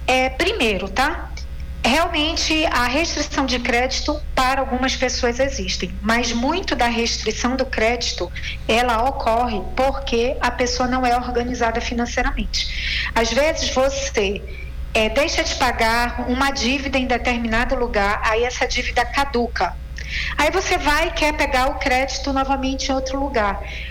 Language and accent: Portuguese; Brazil; eu sou brasileira.